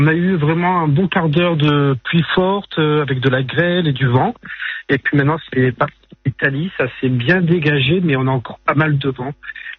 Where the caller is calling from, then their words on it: Vence, Provence-Alpes-Côte d'Azur, France; je suis à Vence.